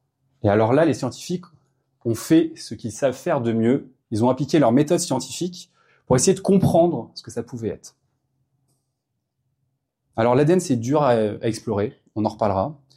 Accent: Pau, Nouvelle-Aquitaine, France; born there; Et moi, je suis né à Pau.

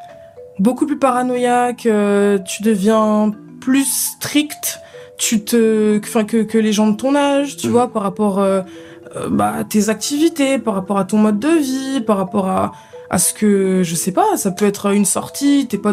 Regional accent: DR Congo; also born or lived in Paris, France; Ouais, je suis congolaise.

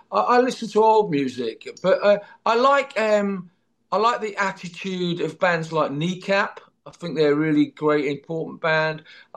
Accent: England, United Kingdom; now in New Jersey, United States; You know, I'm English, and I will always be

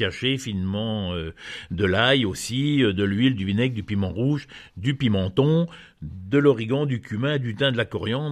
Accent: France

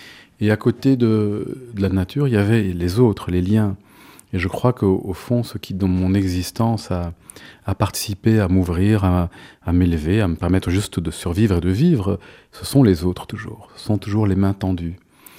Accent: south of France, France; born there; also born or lived in Hamburg, Germany / Greece; il l'a envoyé dans le sud de la France, où il y avait un genre de monastère bouddhiste où j'ai passé les 13 ou 14 années suivantes de ma vie, dans les gorges du Verdon.

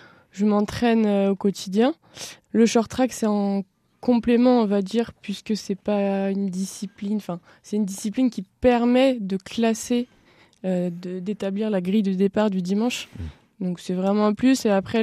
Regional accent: France; je suis originaire de Riodin

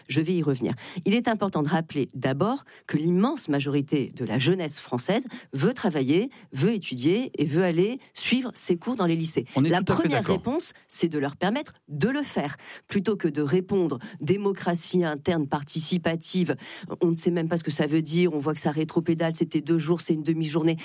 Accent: Nantes, Pays de la Loire, France; Je suis nantaise, j'étais avec Bruno Retailleau il y a 2 jours devant la façade du lycée Nelson Mandela

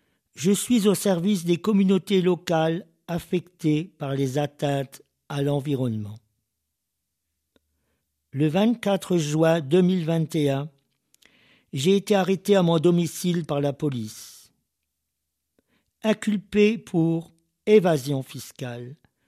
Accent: Vietnam; Je suis vietnamien, avocat spécialisé dans la défense de l'environnement.

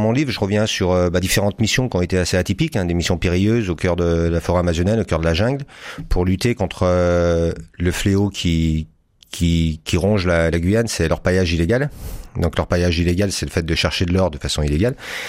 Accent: Saint-Étienne, Auvergne-Rhône-Alpes, France; now in Montpellier, France; Moi je suis originaire de la région de Saint-Étienne. Et je me suis rapproché du sud comme beaucoup pour le soleil et pour le climat.

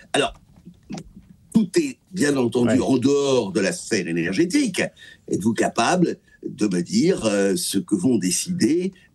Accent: South-West, France; Il se trouve que je suis du Sud-Ouest

